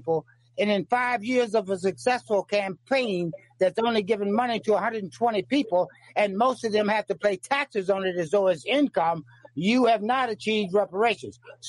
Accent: Yorktown, Virginia, United States; And I come from a Bible Belt. I'm from Yorktown, Virginia. So you understand the historical context. I grew up playing on the battlefields

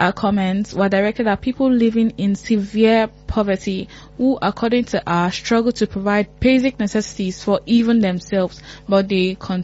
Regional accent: Nigeria; We are so many in Nigeria alone. We are so many. That's why we are the most populated country in Africa

